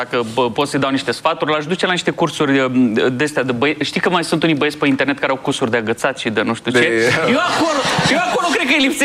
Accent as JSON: {"language": "Romanian", "country": "Romania", "said": "noi ca români"}